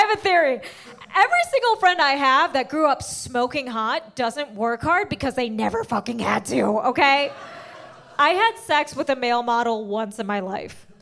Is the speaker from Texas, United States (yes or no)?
no; Illinois, United States; I grew up in Illinois. I used to work at a county fair.